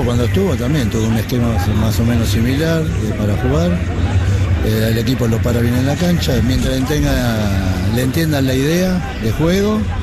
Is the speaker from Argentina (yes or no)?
yes; Banfield, Buenos Aires Province, Argentina; soy de Banfield, hincha de Boca.